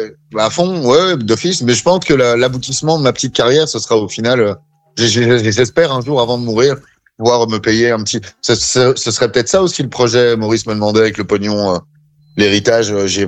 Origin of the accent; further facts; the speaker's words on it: Belgium; now in France; Quand j'arrive au bar, moi, c'est ça. Le petit Belge